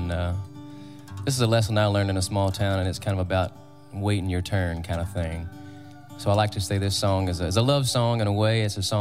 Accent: Tyro, Virginia, United States; Like Red said, I'm from Virginia, in a little small town there in Nelson County called Tyro.

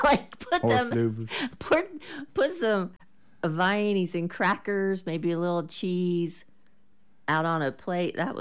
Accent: Ohio, United States; moved away; I grew up in Ohio, but, you know, both my parents and everybody I knew is from the South. My dad's from

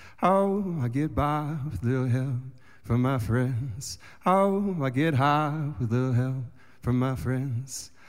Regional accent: Miramar Beach, Florida, United States; also born or lived in Knoxville, Tennessee; now in Maryville, United States; Miramar Beach, Florida, near Destin and Panama City.

